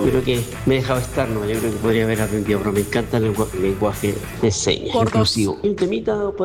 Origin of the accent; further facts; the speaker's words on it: Coquimbo, Chile; Yo soy de Coquimbo, pero estoy en otra región. Un abrazo a mi coterráneo de Coquimbo